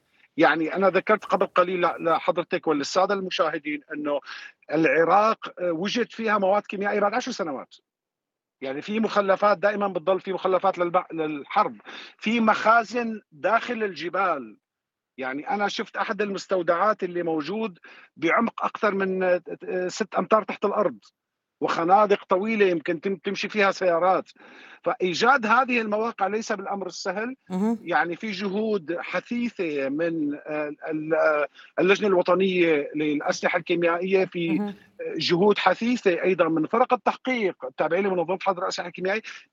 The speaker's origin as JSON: {"language": "Arabic", "country": "Syria", "said": "كلياتنا كسوريين شفنا براميل الكلور الصفراء"}